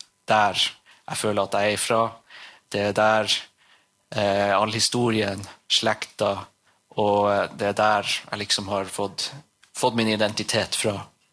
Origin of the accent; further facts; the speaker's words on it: Alta, Finnmark, Norway; born there; also born or lived in Stranda, near Repvåg; jeg har nå gått på skole og jobbet i Alta. Ja. Men det er jo i Stranda, 5 kilometer fra Repvåg, hvor hjertet mitt hører hjemme. Jeg har jo aldri fått muligheten til å bo der året rundt